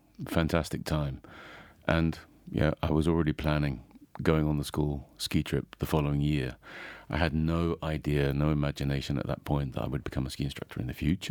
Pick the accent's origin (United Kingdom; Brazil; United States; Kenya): United Kingdom; England; now in Zell am See, Austria; from England, the guy who lives in Zillamsey, works as a ski instructor.